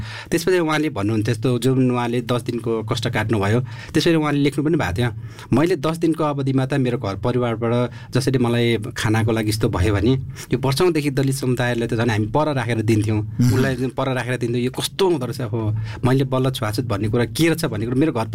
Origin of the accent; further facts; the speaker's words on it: Dhankuta, Koshi Province, Nepal; जस्तो आजकै दिनसम्म कुरा गर्ने भने मेरो गाउँ धनकुटा हो, म गाउँमा बस्छु